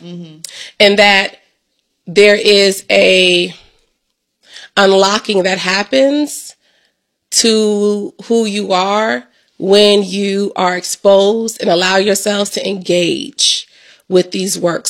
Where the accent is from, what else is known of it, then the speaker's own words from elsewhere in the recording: Columbus, Ohio, United States; I am born and raised in Columbus, Ohio. Shout out to Columbus, Ohio. Proud. And I feel like I'm like a mix between the north side and the east side.